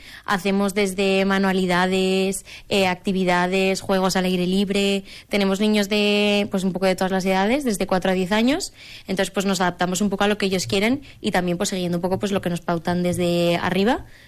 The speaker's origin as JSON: {"language": "Spanish", "town": "Cella", "region": "Aragon", "country": "Spain", "tie": "born or raised there", "moved": "as an adult", "lives_now": "Valencia, Spain", "said": "Soy de Cella, he vivido toda la vida, pero estudio fuera"}